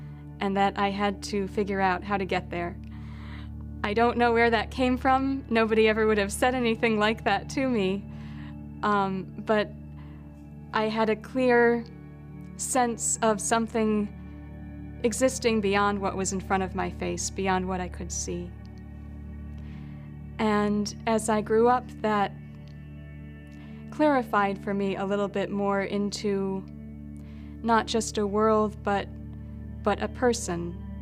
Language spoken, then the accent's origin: English; Wisconsin, United States; I'm originally from Wisconsin.